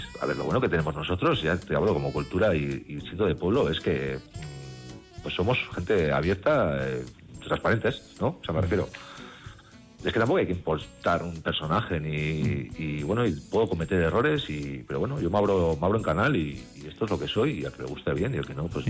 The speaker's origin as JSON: {"language": "Spanish", "region": "Navarre", "country": "Spain", "said": "tengo un pequeño poemario dedicado a Navarra, a las merindades de Navarra, que, pues eso, que habla un poco de cada merindad, un poco de amor a mi tierra."}